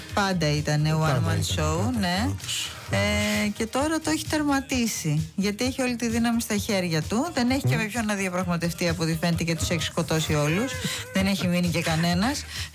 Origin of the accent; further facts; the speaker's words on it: Piraeus, Attica, Greece; Ως Πειραιώτισσα το ξέρω.